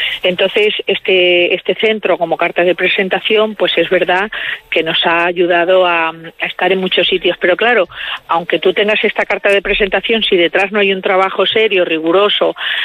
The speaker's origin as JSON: {"language": "Spanish", "region": "Extremadura", "country": "Spain", "said": "como extremeña y responsable de la institución"}